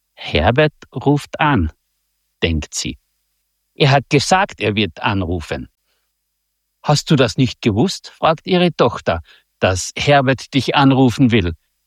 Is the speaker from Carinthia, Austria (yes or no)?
yes; Völkermarkt, Carinthia, Austria; accent: Carinthian dialect; Ich komme aus dem Großraum Völkermarkt